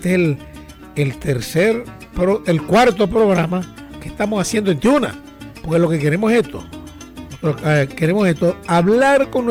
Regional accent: Venezuela; Pero somos de la patria. Somos de Venezuela

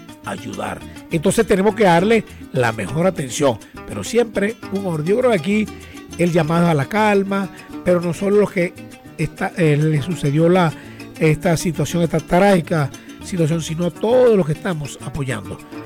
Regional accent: Venezuela; Pero somos de la patria. Somos de Venezuela

